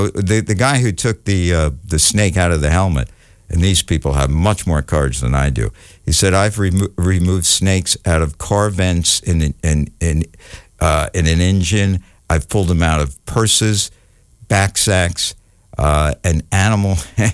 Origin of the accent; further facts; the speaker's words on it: New Jersey, United States; I grew up in New Jersey